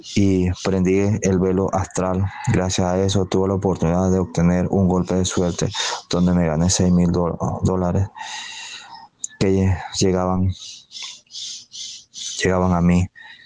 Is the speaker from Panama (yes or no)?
yes; Agua Dulce, Coclé, Panama; soy de Agua Dulce.